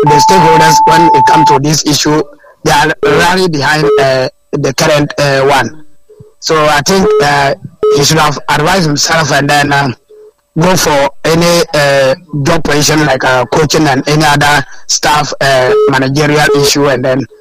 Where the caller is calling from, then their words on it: Ghana; I'm calling from Bunklugu.